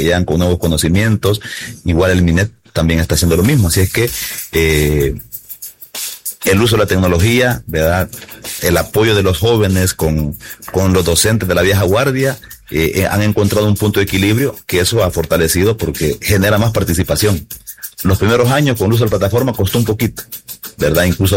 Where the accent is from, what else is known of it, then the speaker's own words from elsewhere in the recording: Usulután, El Salvador; en Usulután, en mi pueblo querido